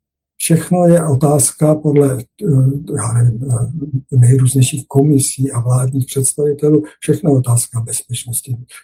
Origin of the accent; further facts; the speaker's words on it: Bohemia, Czechia; Ale u nás v Čechách to jednoznačně v hlavě je třídní například.